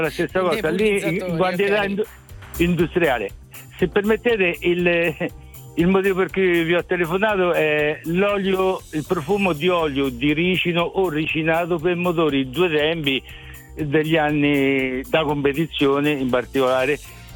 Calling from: Montefranco, Umbria, Italy; Io Montefranco, Terni, le Cascate.

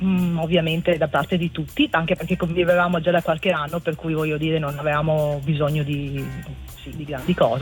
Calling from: Veneto, Italy; Dalla provincia di Vicenza.

